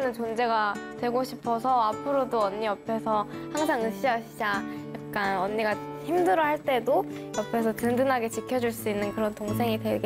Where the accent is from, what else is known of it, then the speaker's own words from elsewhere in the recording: Busan, South Korea; 다 아빠도 남해 사람이고 저도 부산 사람이고 바다 앞에 있으니까